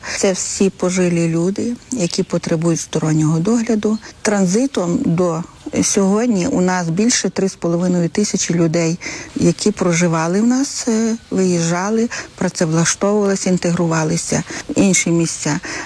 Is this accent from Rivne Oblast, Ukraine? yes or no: yes; Rivne Oblast, Ukraine; moved away; also born or lived in Lysychansk; Приїхала з Луганської області, з міста Лисичанська. Ну, я повернулася на батьківщину. 15 років я виїхала звідси, з Рівненської області, туди, а тепер приїхала вимушено, як кажуть, туди знову.